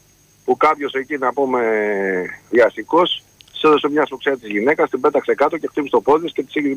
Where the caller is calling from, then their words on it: London, United Kingdom; από Λονδίνο.